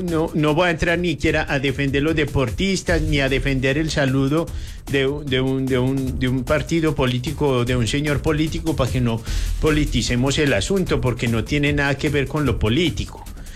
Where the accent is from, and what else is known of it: Colombia